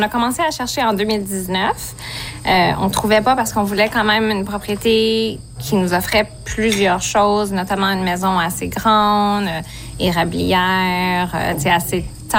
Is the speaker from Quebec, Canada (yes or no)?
no; Ottawa, Ontario, Canada; Moi, je viens d'Ottawa, donc c'est quand même un peu plus loin de ma famille